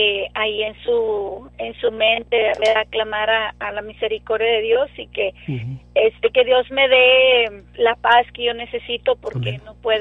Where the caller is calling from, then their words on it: Lamesa, Texas, United States; De la mesa.